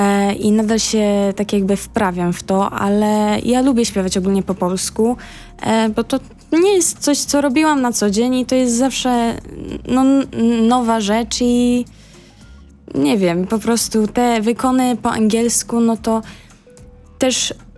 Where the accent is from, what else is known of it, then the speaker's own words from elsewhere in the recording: England, United Kingdom; urodziłam się i wychowałam się i to ostatnie 18 lat byłam w Anglii.